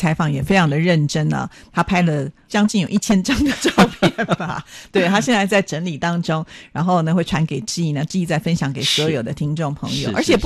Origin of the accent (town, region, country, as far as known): Taiwan